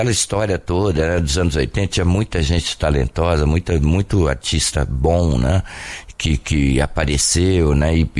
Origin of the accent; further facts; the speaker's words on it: Ribeirão Preto, São Paulo, Brazil; Sou. Nasci em Ribeirão, comecei minha carreira lá, né?